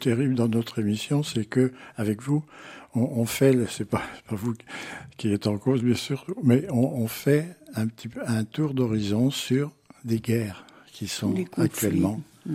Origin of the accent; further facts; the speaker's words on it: France; chez nous en France